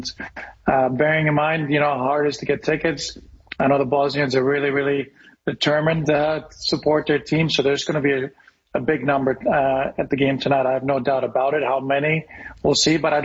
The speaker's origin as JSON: {"language": "English", "country": "Canada", "tie": "born or raised there", "said": "I'm a secret hockey fan growing up in Canada, so I remember watching Carlo Koliakovo."}